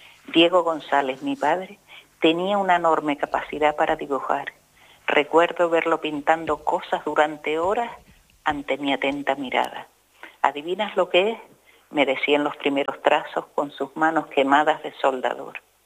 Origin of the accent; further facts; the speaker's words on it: Canary Islands, Spain; Yo no soy de Tigalate, yo soy de la otra banda.